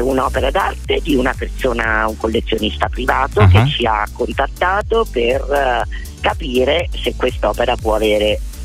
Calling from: Rome, Lazio, Italy; Roma è il mio, diciamo, il mio quartier generale.

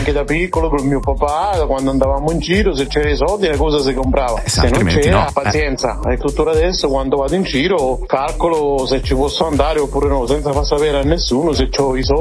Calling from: Montecarotto, Marche, Italy; sono di Monte Carotta.

